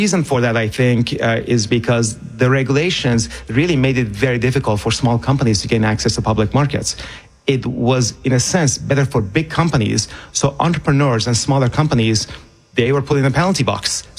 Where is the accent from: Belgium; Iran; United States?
Iran; as a kid growing up in Iran in the 1980s, when the 8-year war was going on with Iraq, I had hope in one country.